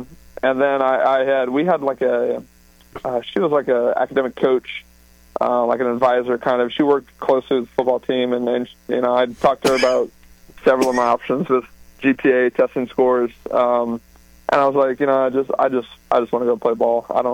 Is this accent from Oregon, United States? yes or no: no; Delray Beach, Florida, United States; wow, that's, 2.5-3 hours away from where I grew up in Delray Beach.